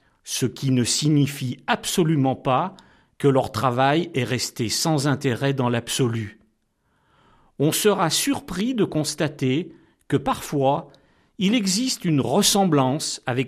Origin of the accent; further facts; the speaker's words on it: France; Ce que nous ignorons souvent en tant que Français, c'est que de l'autre côté des Alpes, il a existé de bons compositeurs de musique de film en dehors d'Ennio Morricone.